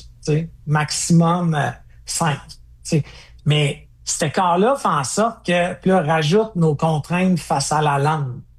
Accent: Quebec, Canada; T'sais, je suis Québécois, c'est important pour moi.

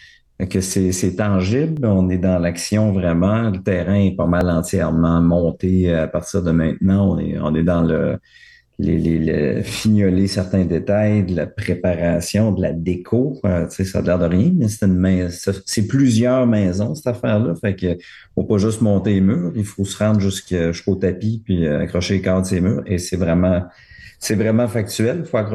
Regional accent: Rimouski, Quebec, Canada; moved away as an adult; also born or lived in Montreal; now in Quebec City, Canada; Moi, je viens de Rimouski, puis je me destinais plus au monde des affaires parce que ma famille était une famille d'entrepreneurs.

